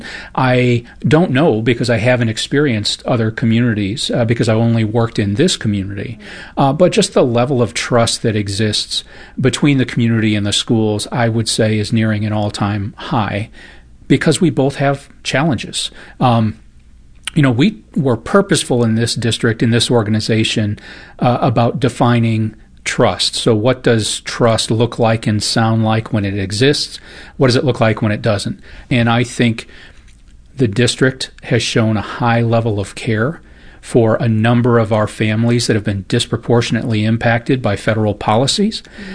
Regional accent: Illinois, United States; now in St. Louis, United States; Yeah, so I'm not from the St. Louis area. Originally, I'm from just outside Chicago, and so hadn't been to St. Louis.

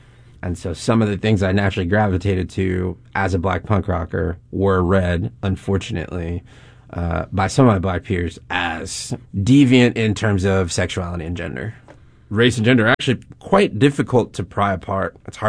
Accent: St. Louis, Missouri, United States; I'm from St. Louis's north side. The neighborhood that I grew up in from like 0 to 9 was almost entirely black.

